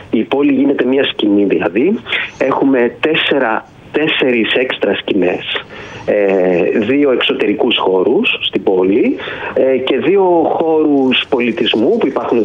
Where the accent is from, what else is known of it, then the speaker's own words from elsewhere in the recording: Kefalonia, Ionian Islands, Greece; also born or lived in Patras / Netherlands; now in Athens, Greece; Εγώ είμαι από την Κεφαλονιά.